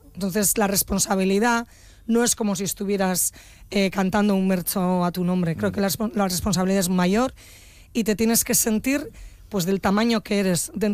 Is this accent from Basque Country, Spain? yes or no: yes; Bilbao, Basque Country, Spain; Yo no nací en Bilbao. Puedo decir que soy bilbaína